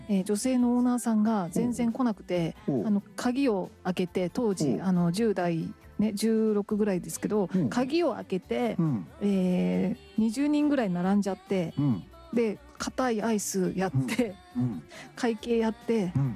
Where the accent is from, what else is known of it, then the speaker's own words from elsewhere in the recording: Kagawa, Japan; 実は私、あの地元の香川県にいる頃にですね、サーティワンで、バイトしてたことがあるんですけど